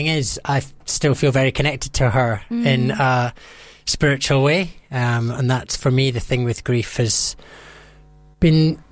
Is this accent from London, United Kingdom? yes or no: no; Scotland, United Kingdom; I'm from Scotland, so there's a bit of cultural differences as well.